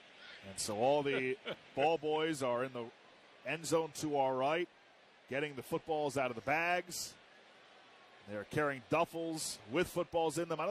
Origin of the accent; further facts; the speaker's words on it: Florida, United States; And I was a young guy growing up in South Florida, and even I had a Peter Boulware jersey back in the day.